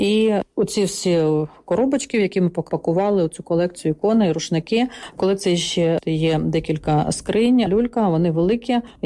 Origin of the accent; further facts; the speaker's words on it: Kramatorsk, Donetsk Oblast, Ukraine; born there; Я народилася в Краматорську, коли мені було 5 років, мої батьки поїхали в Тюменську область на заробітки, і відповідно забрали мене туди. 9 класів закінчувала в школі там.